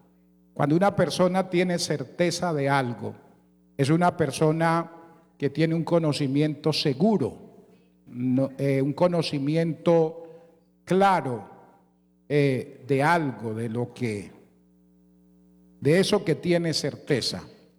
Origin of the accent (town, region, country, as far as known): Colombia